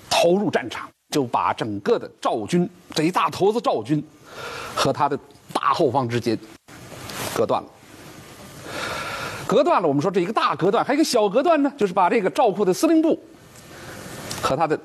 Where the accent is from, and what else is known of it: Beijing, China